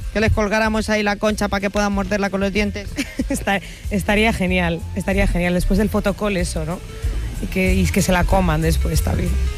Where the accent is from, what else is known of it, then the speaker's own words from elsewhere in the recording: Basque Country, Spain; Claro. Soy vasca.